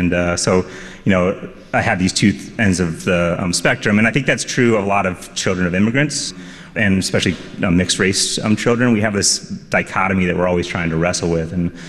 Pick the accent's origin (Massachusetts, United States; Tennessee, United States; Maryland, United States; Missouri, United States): Missouri, United States; St. Louis; I am from St. Louis, Missouri. I was born and raised